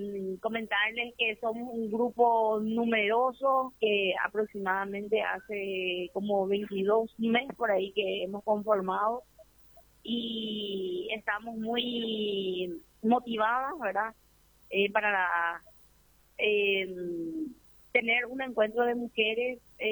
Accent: Paraguay; lo que nos caracteriza como paraguayos

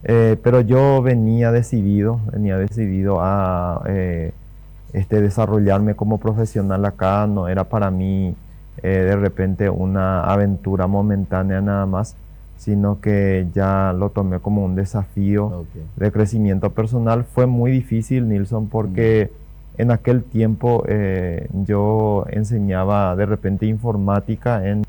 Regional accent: Santa María, Misiones, Paraguay; moved away as an adult; now in Filadelfia, Paraguay; yo soy de Misiones. Específicamente mi pueblo es Santa María Misiones.

